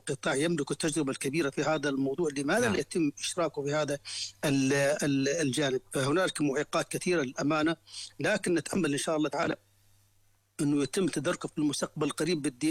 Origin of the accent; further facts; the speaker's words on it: Jordan; احنا الآن عندنا في الأردن